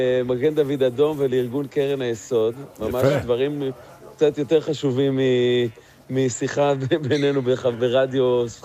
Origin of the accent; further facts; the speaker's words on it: Jerusalem, Jerusalem District, Israel; אנחנו מירושלים עוד, היינו מתפלחים לאימקה, למשחקים של ביתר בגיל 6-7.